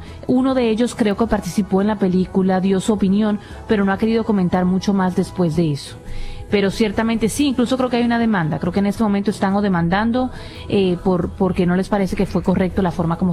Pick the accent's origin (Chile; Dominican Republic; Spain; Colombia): Dominican Republic; also born or lived in Miami Beach, Florida, United States; Es que yo tengo doble nacionalidad. Yo tengo doble nacionalidad. Yo nací en Miami Beach. Simplemente que me crié en República Dominicana.